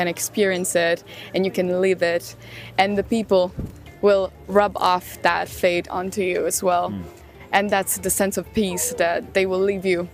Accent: Sicily, Italy; I'm from Italy. I'm from Sicily specifically.

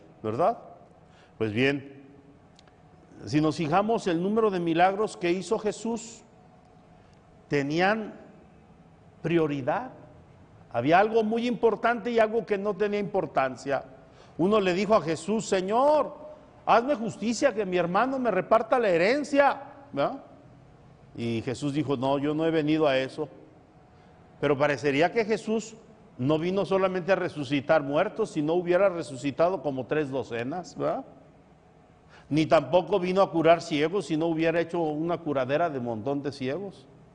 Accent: Mexico; como mexicanos o como ciudadanos de esta patria

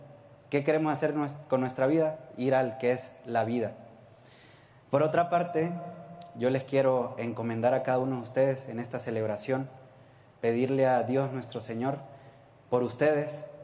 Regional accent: Venezuela; moved away as an adult; now in Mexico; pero de inglés nada. Soy de Venezuela. Acabo de llegar hace 6 meses a México

